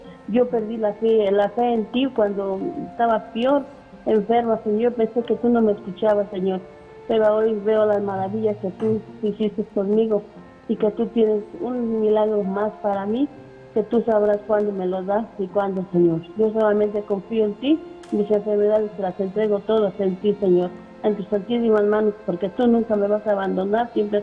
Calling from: Valle de Bravo, State of Mexico, Mexico; de Valle de Bravo.

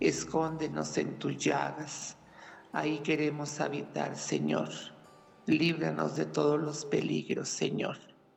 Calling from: Santa Bárbara, Chihuahua, Mexico; de Santa Bárbara, Chihuahua.

